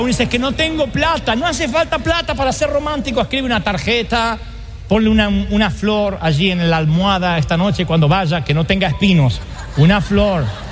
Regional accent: Argentina; moved away

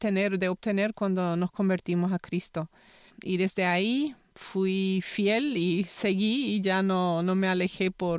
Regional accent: Paraguay; first language Low German and High German; Spanish is a second language; Nací en Paraguay, en el Chaco, que es una gran parte del Paraguay. Crecí ahí, soy la mayor de 5 hermanos. Me crié en la iglesia. Seguramente algunos preguntan por el acento que tengo en el español. Es porque yo me crié con el alemán

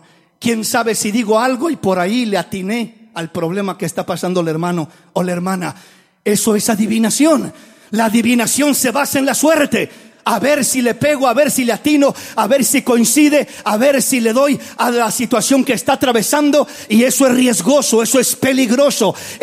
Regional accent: Mexico; moved away; el búho o el tecolote, le llamamos en México

